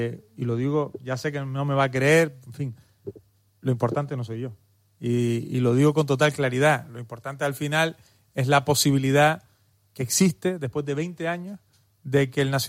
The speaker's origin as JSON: {"language": "Spanish", "town": "Telde", "region": "Canary Islands", "country": "Spain", "said": "vengo de Telde."}